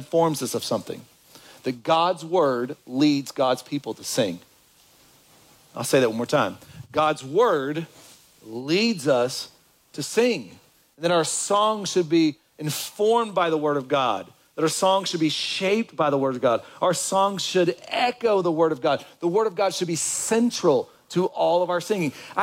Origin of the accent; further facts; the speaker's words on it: Kentucky, United States; Hey, I'm from Kentucky.